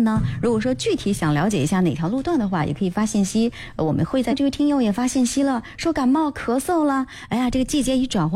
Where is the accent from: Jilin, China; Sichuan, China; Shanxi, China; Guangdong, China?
Shanxi, China; 作为我们山西人